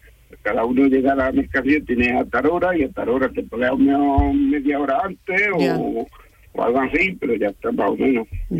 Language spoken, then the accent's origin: Spanish; Almuñécar, Andalusia, Spain; Yo soy de la costa tropical, yo soy de Almuñeca.